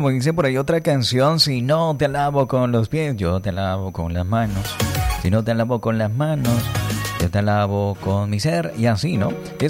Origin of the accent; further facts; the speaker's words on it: Colombia; moved away; Así se llama el barrio de mi tierra, Villapaz.